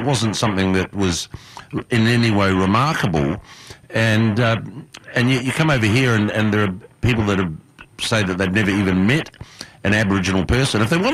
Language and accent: English; New Zealand; Well, see, I'm originally from New Zealand, Raymond, and in New Zealand, the indigenous people there, the Maori, are very highly integrated into